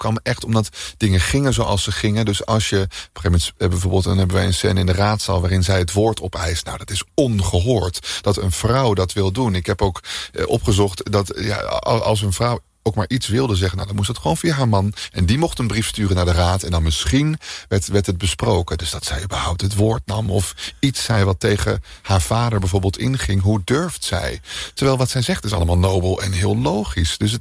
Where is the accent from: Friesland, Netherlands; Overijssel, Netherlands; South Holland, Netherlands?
Overijssel, Netherlands; Deventer; uit Deventer